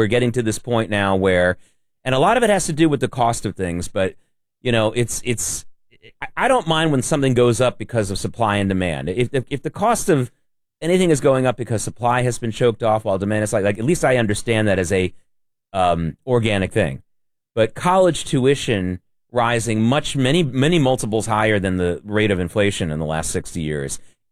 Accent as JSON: {"language": "English", "town": "Norfolk", "region": "Virginia", "country": "United States", "tie": "born or raised there", "moved": "yes", "lives_now": "New York, United States", "said": "before I came to New York, I was growing up in Norfolk, Virginia. And my block in Norfolk, Virginia, which was upper middle class, but a little bit more than middle class neighborhood."}